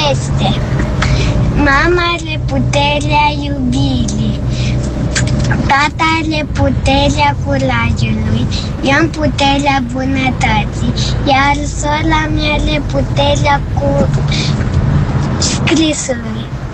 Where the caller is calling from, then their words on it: Iași, Iași County, Romania; din Iași, am 6 ani